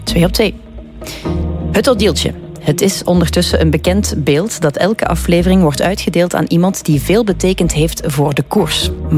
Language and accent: Dutch; Pelt, Flanders, Belgium